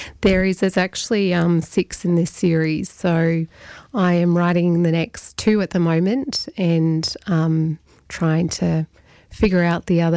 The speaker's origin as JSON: {"language": "English", "town": "Canberra", "region": "Australian Capital Territory", "country": "Australia", "tie": "born or raised there", "moved": "as an adult", "lives_now": "Yass, Australia", "said": "our family are from there and just wanting something a bit different. I grew up in Canberra"}